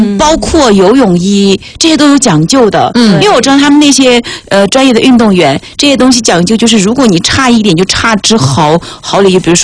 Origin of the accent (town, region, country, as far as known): China